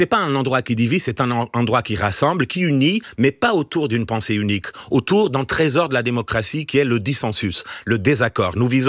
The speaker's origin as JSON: {"language": "French", "country": "Portugal", "second_language": "French", "moved": "as an adult", "lives_now": "France", "said": "moi je suis portugais"}